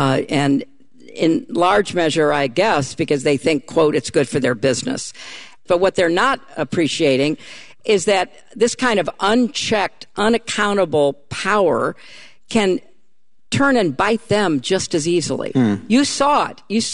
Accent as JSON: {"language": "English", "region": "New York", "country": "United States", "said": "But I'm not a Mainer. I'm a New Yorker."}